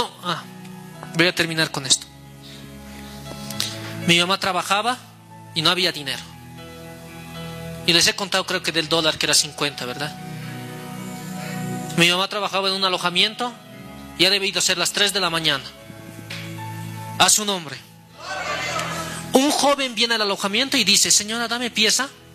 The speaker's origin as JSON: {"language": "Spanish", "region": "La Paz", "country": "Bolivia", "tie": "born there", "said": "Yo cuando era niño estaba por la Balivian"}